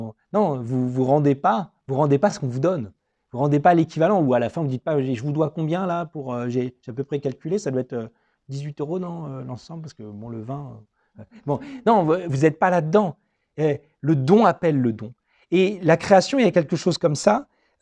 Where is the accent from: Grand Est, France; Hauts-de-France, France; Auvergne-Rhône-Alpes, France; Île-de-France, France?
Grand Est, France; Metz; born there